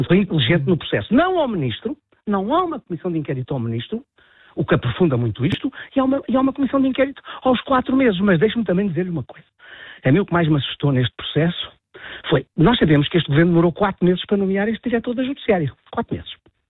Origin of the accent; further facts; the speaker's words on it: Portugal; E eu, como português, digo, a quem é que eu apelo?